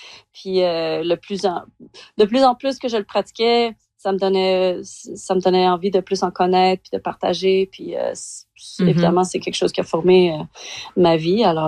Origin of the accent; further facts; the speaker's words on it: Calgary, Alberta, Canada; moved away as an adult; also born or lived in Quebec City; Je suis retournée en Alberta parce que je suis originaire de Calgary.